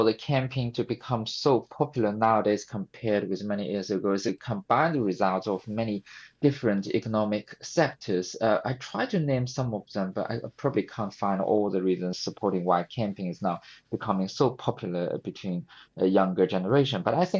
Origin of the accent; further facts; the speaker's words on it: Nanjing, Jiangsu, China; also born or lived in Hull; my hometown, Nanjing, which is also a very large city in China.